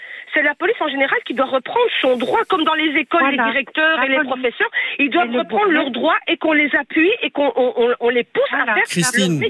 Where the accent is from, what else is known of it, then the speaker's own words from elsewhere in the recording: Schaerbeek, Brussels-Capital Region, Belgium; moved away as an adult; now in Wavre, Belgium; Moi, j'ai grandi à Schaerbeek.